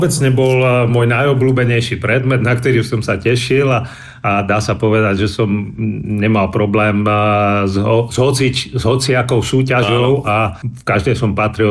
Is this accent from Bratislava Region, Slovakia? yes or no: yes; Bratislava, Bratislava Region, Slovakia; also born or lived in Trenčín; napriek tomu, že pochádzam z Trenčína, alebo narodil som sa tam, tak som vyrastal v Bratislave, pretože otec, tiež bývalý skvelý cyklista, československý reprezentant, dostal miesto v Interi Bratislava, takže ja som vyrastal v Bratislave.